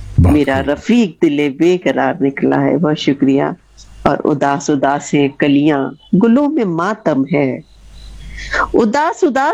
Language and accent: Hindi; Gwalior, Madhya Pradesh, India; moved away as an adult; also born or lived in Mumbai; now in Bangalore, India; मैं वैसे बेसिकली ग्वालियर मध्य प्रदेश की ही रहने वाली हूँ। मेरी अपब्रिंगिंग मध्य प्रदेश में ही हुई है, लेकिन मेरे जो पेरेंट्स हैं वो दिल्ली वाले हैं, पुरानी दिल्ली के, तो वहां से थोड़ा सा उर्दू का टच मेरी जुबान में आया।